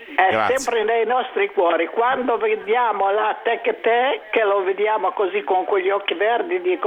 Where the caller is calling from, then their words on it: Genoa, Liguria, Italy; sono di Genova.